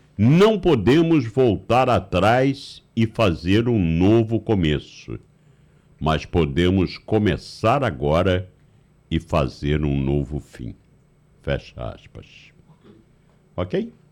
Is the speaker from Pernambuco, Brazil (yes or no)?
yes; Olinda, Pernambuco, Brazil; Sou de Olinda.